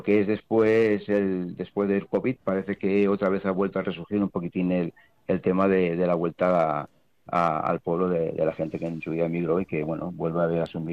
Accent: Barcelona, Catalonia, Spain; born there; yo ya soy nacido en Barcelona, pero bueno, me ha tirado mi mujer es de aquí de Puebla del Maestre, mis padres, mis abuelos.

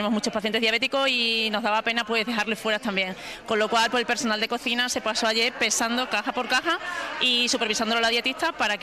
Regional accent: Almendralejo, Extremadura, Spain; en mi pueblo de Almendralejo huele a mosto

